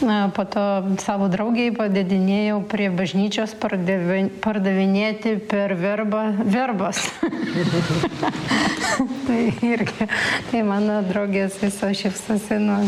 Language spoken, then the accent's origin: Lithuanian; Keturiasdešimt Totorių, Vilnius County, Lithuania; Kaip aš gimiau ir užaugau čia. 40 totorių kaime, baigiau pagrindinę mokyklą čia kaime. Aišku, visas kitas mokyklas ir studijas teko baigti Vilniuje, tai, bet mūsų kaimas netoli Vilniaus yra.